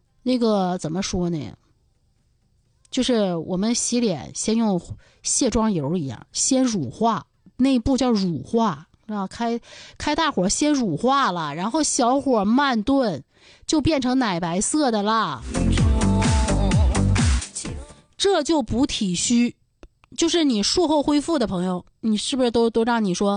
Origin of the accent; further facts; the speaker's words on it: Dalian, Liaoning, China; 这就是咱们大连人啊，